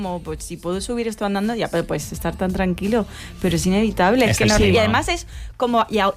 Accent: Madrid, Community of Madrid, Spain; yo soy de Madrid además, y a mí me resulta agotador la ciudad.

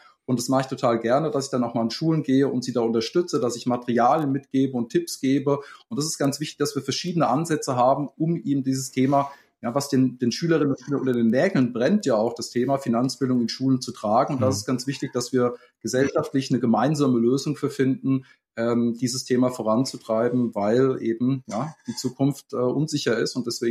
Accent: Bavaria, Germany; now in Hamburg, Germany; ich komme ursprünglich aus Bayern und bin seit 2015 hier in Hamburg.

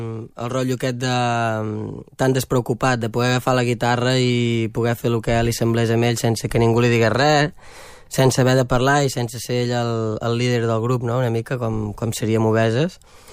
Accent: Roda de Ter, Catalonia, Spain; jo sóc de Roda.

